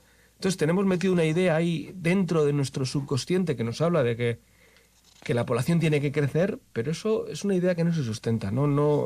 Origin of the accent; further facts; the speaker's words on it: Basque Country, Spain; Yo, que nací en los 80, siempre he vivido en mi pueblo, soy de un pueblo, y siempre he vivido en mi pueblo